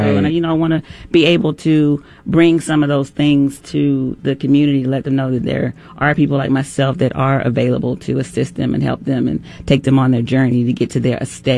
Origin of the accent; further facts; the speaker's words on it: Texas, United States; I mean, I grew up in Texas, so, you know, when I was younger, they would tell us to go outside and play